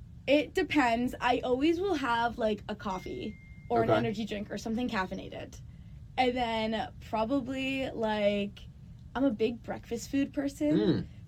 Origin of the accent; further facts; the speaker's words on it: Massachusetts, United States; Can you tell I'm from New England? Fenway is just super fun. I've been there a lot in growing up in Massachusetts